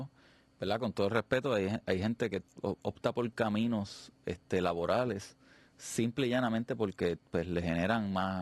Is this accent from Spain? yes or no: no; Puerto Rico; moved away as an adult; cuando yo llegué a Ciudad de México a estudiar, los mexicanos nos abrieron las puertas a los puertorriqueños allí